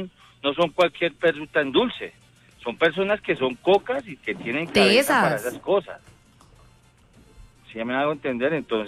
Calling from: Bogotá, Colombia; yo soy de aquí de Bogotá.

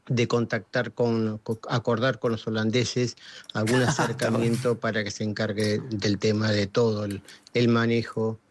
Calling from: Buenos Aires, Argentina; de Colegiales.

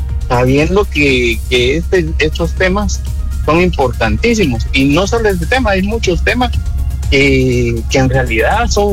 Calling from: Guatemala; nosotros como guatemaltecos

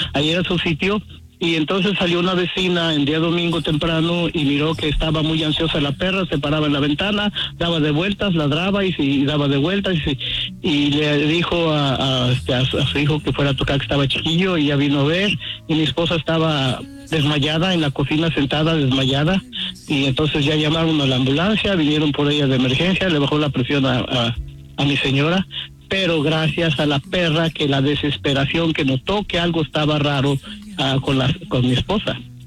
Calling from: Stanton, California, United States; De Stanton.

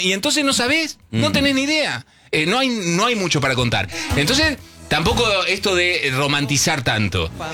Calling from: Castelar, Buenos Aires Province, Argentina; buenas tardes, gente linda de Rivadavia. … de Castelar. Tengo 63 pirulos.

